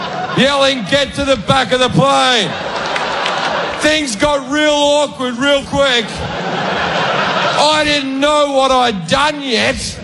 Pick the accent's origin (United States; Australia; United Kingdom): Australia; I'm Australian, you racist.